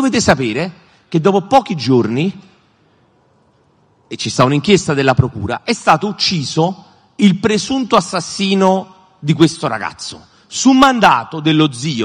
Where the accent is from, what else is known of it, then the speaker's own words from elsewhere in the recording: Naples, Campania, Italy; Io sono originario del pallonetto di Santa Lucia